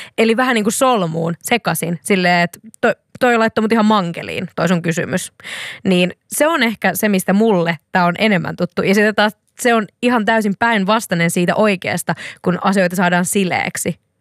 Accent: South Ostrobothnia, Finland; accent: South Ostrobothnian; mun lähipiirissä käytetään Etelä-Pohjanmaan murretta ja sitten sinne laitetaan semmoisia vanhan kansan sanoja, niin sanotusti.

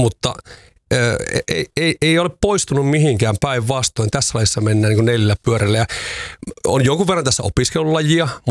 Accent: Savo, Finland; niin kuin meillä Savossa sanottiin

